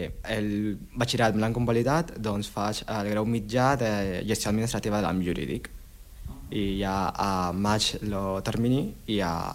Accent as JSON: {"language": "Catalan", "region": "Lima", "country": "Peru", "second_language": "Catalan", "lives_now": "Spain", "said": "Sí, sóc de Lima, de la capital."}